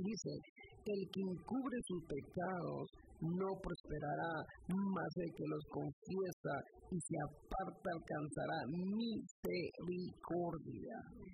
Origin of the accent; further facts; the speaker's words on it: Guatemala; yo soy de Guatemala